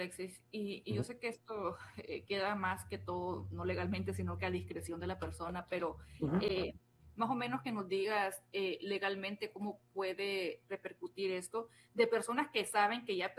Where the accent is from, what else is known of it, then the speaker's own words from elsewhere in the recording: Honduras; yo soy hondureña y yo sé que muchos compatriotas míos estaban aquí con el estatus de protección